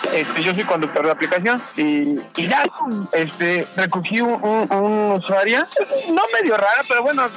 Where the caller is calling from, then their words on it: Iztapalapa, Mexico City, Mexico; Aquí andamos de Iztapalapa.